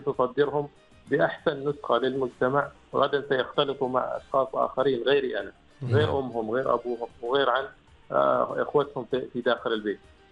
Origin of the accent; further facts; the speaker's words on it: Oman; نحن اليوم عندنا في سلطنة عمان